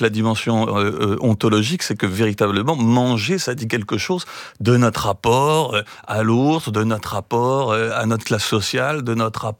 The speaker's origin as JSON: {"language": "French", "town": "Strasbourg", "region": "Grand Est", "country": "France", "said": "je viens de Strasbourg"}